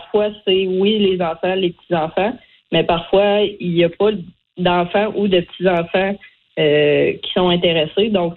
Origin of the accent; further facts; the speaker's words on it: Quebec, Canada; Dans le fond, j'ai grandi au Québec, mais je suis allée faire deux étés pour apprendre l'anglais en Atlantique.